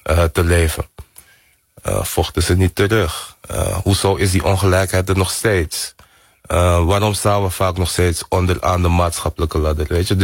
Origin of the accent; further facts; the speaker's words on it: Amsterdam, North Holland, Netherlands; Omdat ik ben hier geboren en getogen in Amsterdam, in Nederland. Maar ja, ik woonde wel in een hele Surinaamse omgeving.